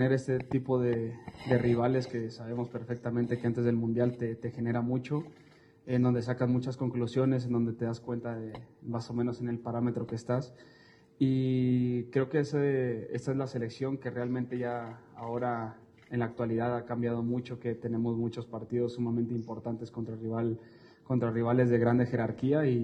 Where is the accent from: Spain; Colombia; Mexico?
Mexico; somos mexicanos